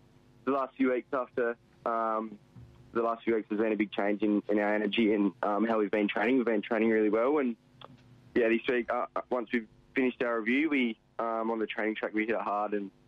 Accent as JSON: {"language": "English", "region": "Western Australia", "country": "Australia", "said": "Yeah, so I'm from Dungrashley, which is 40 minutes south of Geraldton."}